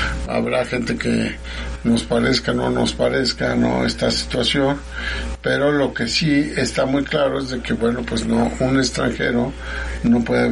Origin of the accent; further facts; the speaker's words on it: Mexico; yo creo que hay que tener como mexicanos las cosas muy claras.